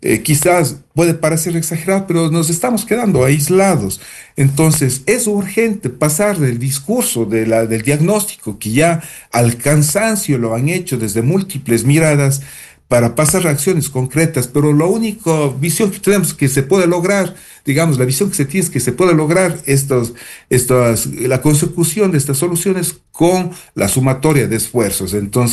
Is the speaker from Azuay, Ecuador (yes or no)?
yes; Cuenca, Azuay, Ecuador